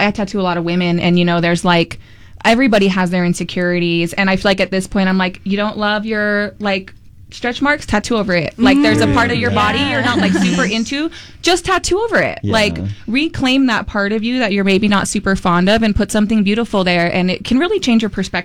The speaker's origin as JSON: {"language": "English", "town": "Salt Lake City", "region": "Utah", "country": "United States", "tie": "born or raised there", "said": "You know, I grew up in Rose Park here in Salt Lake"}